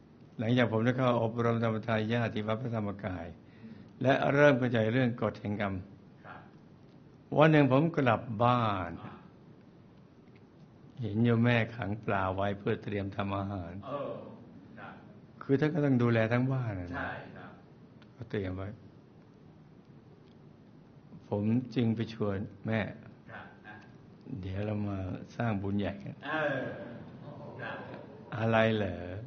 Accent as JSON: {"language": "Thai", "region": "Nakhon Ratchasima", "country": "Thailand", "tie": "born there", "said": "ผมเกิดที่จังหวัดนครราชสีมา"}